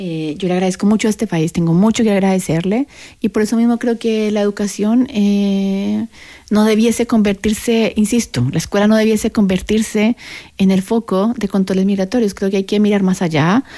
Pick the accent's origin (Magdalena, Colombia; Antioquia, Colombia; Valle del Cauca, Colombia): Antioquia, Colombia; Medellín; now in Chile; Yo soy de la ciudad más linda del mundo. Adivine, Medellín